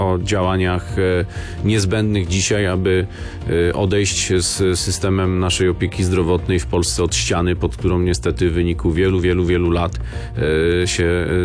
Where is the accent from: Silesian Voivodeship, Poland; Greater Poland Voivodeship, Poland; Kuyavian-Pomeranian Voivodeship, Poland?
Greater Poland Voivodeship, Poland; Pochodzę z Wielkopolski, bardzo rolniczego regionu